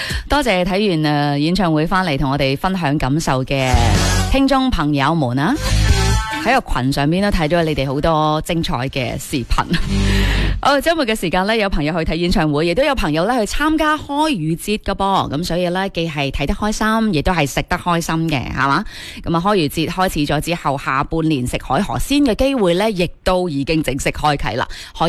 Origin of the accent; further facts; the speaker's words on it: Guangdong, China; 我哋广东人喺屋企做海鲜，应该都系一件好常态嘅事